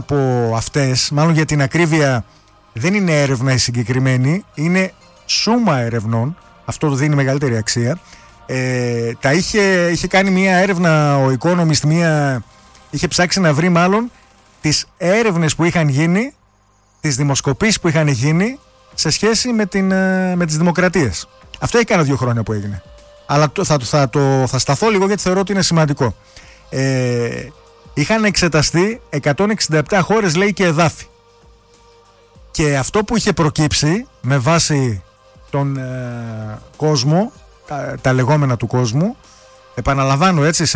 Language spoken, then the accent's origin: Greek; Greece; εμείς ως Έλληνες